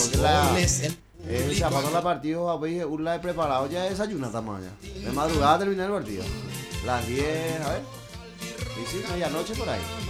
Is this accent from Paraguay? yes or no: yes; Paraguay; Y como paraguayos, expectante